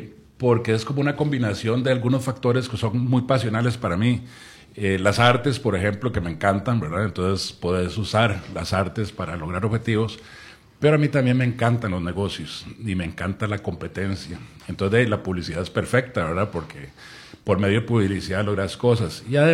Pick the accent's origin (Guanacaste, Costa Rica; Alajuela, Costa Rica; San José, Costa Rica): San José, Costa Rica; also born or lived in Goicoechea; Yo soy de San José toda la vida.